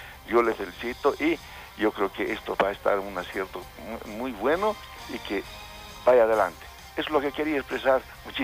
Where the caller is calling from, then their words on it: La Paz, Bolivia; Desde Villa Fátima.